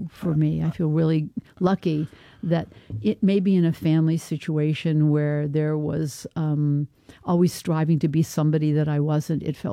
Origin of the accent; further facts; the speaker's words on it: Portland, Maine, United States; I'd never thought about a career growing up in Portland, Maine.